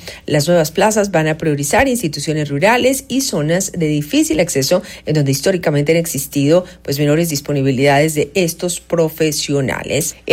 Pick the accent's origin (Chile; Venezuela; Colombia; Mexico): Colombia; somos colombianos y porque sentimos a nuestro país en el corazón